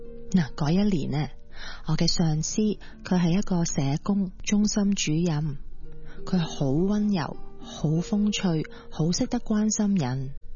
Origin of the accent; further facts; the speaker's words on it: Hong Kong; 我是一个土生土长的香港人，我在理工大学完成了我的职业治疗学士学位课程之后，就成为一个注册职业治疗师